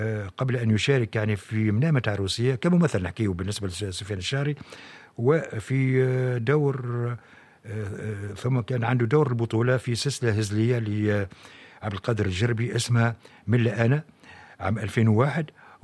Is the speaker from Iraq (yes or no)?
no; Tunisia; يعني كتوانسة يعني إلى اليومنا هذا